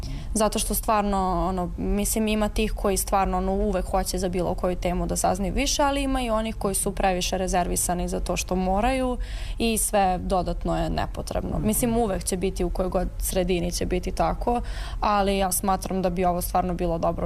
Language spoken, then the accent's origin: Serbian; Belgrade, Serbia